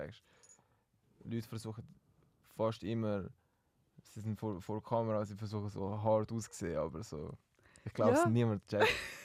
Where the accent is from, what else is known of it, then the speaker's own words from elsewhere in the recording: Zurich, Switzerland; Ich bin auch Zürcher